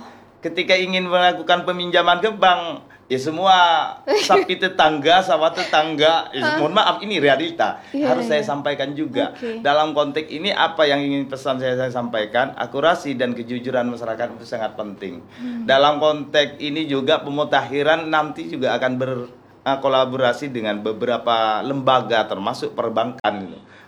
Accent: Sampang, Madura, East Java, Indonesia; di desa saya, di dampingan saya dulu waktu di Kedungdung di Pelenggan

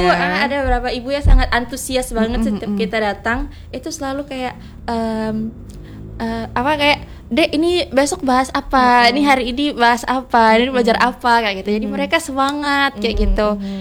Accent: Pontianak, West Kalimantan, Indonesia; kalau kita itu orang Pontianak lah, kayak bisa kalau saya kan hidupnya lama di sini ya, Kak. Lama di Pontianak.

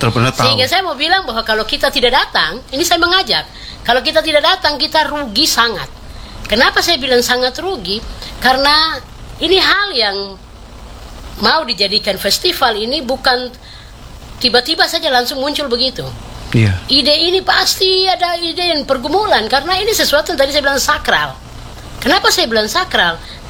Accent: Southwest Papua, Indonesia; saya orang Sorong Selatan

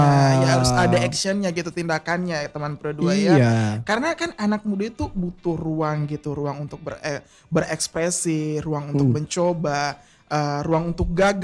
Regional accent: Palu, Central Sulawesi, Indonesia; Gak, tapi saya aslinya orang sini Kak, saya orang Palu.

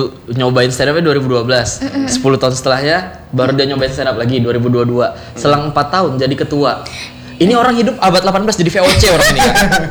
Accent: Tenggarong, East Kalimantan, Indonesia; Dari 2014 sebenarnya aku nyobain ada stand up komedi Tenggarong. Aku dari Tenggarong masalahnya sebenarnya.

